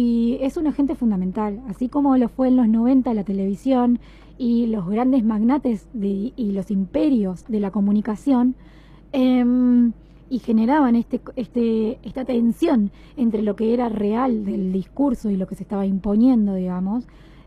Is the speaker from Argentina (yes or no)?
yes; Argentina; nuestros derechos como argentinos y argentinas